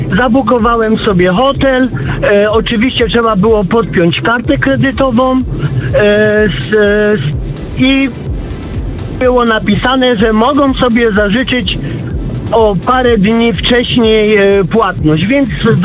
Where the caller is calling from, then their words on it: Rotterdam, South Holland, Netherlands; dzwonię z Rotterdamu.